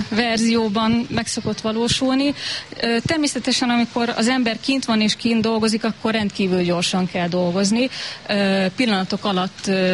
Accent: Szolnok, Jász-Nagykun-Szolnok, Hungary; born there; az alföldi festészet képviselői mindenképpen hatottak rám, és én mindig azt mondom, hogy nem hiába születtem oda, ahova születtem.

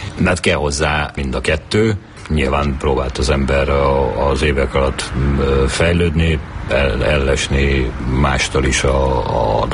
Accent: Bogád, Baranya, Hungary; tehát én egy Pécs mellett egy faluban nőttem fel, Bogádon

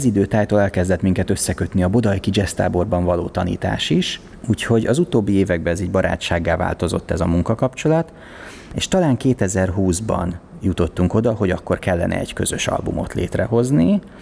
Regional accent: Hungary; born there; moved away as an adult; milyen távol kerültem attól a közegtől és közösségtől, ahol egyébként vidéken felnőttem.

